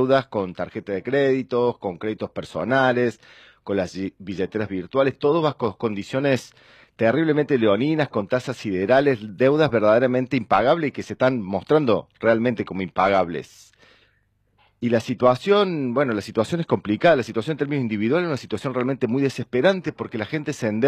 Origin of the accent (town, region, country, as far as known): Argentina